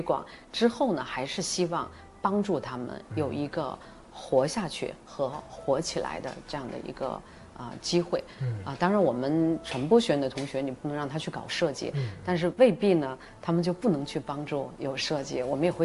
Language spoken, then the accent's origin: Chinese; Guangdong, China; 他们粤语肯定不比我们真正土生土长的这个传统的广东人士呢说得差啊